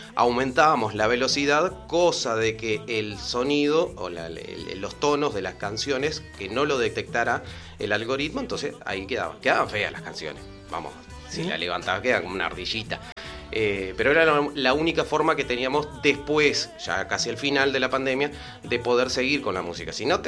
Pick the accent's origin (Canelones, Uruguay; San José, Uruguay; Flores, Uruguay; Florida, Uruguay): Flores, Uruguay; Trinidad; born there; now in Maldonado, Uruguay; no acá en Maldonado, porque yo soy nacido en Flores, en Trinidad, pero ya desde los 7 años.